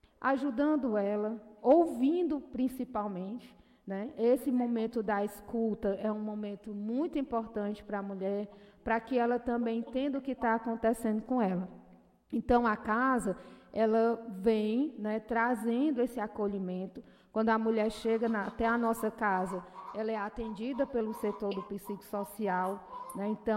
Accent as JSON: {"language": "Portuguese", "town": "Tamboril", "region": "Ceará", "country": "Brazil", "lives_now": "Crateús, Brazil", "said": "eu sou de Tamboril e estou em Crateús, né? Sou uma mulher parda, de comunidade também, né?"}